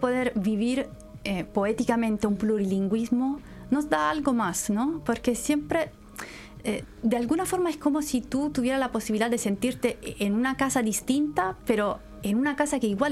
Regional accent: Naples, Campania, Italy; first language Neapolitan; Spanish is a second language; moved away as an adult; now in Santiago, Chile; Yo digo, soy italiana, pero yo siempre tengo que agregar, soy de Nápoles.

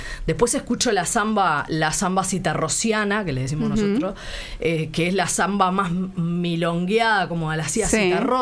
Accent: Santiago del Estero, Argentina; Que la hicimos cuando vinimos de Santiago del Estero.

